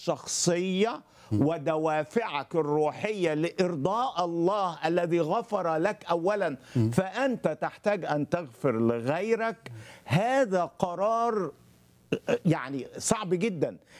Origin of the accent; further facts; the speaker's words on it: Upper Egypt, Egypt; زي ما عندنا في الصعيد